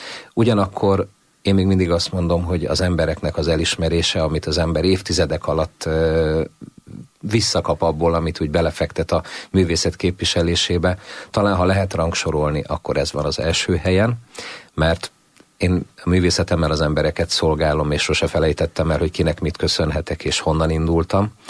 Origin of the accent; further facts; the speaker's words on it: Hungary; Szerintem jó az, hogyha tudjuk, hogy magyarok vagyunk, és hogy micsoda értékeink vannak